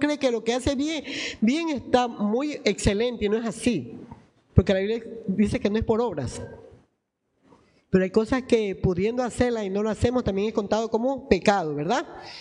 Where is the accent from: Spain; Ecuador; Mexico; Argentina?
Ecuador; Guayaquil, Guayas; born there